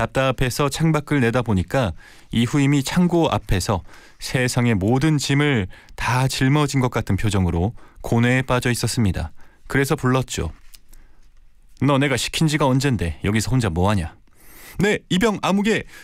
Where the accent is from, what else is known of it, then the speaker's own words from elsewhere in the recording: Daejeon, South Korea; 이 대전 사람인 제가 봐도 야 사투리가 있는 것 같은데